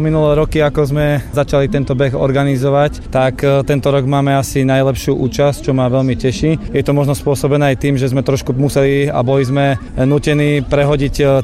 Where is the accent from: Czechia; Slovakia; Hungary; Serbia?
Slovakia; Ľubochňa, Žilina Region; keďže som z Ľubochne, mám to dosť pobehané